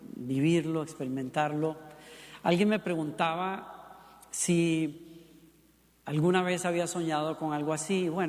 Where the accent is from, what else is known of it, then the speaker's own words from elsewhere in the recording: San José, Costa Rica; born there; moved away; regresé de Costa Rica, que es mi país natal